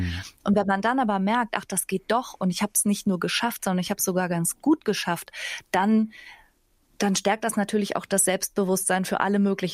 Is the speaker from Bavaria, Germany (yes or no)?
no; Bergisch Gladbach, North Rhine-Westphalia, Germany; Ich bin aus Bergisch Gladbach bei Köln. Da kommt man mit so einer generellen Entspanntheit ins Leben.